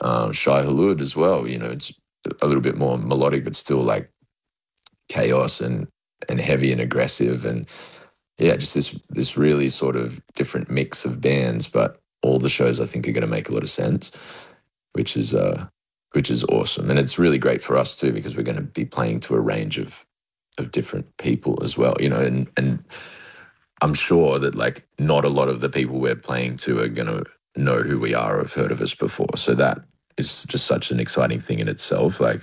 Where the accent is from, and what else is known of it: Tamworth, New South Wales, Australia; born or raised there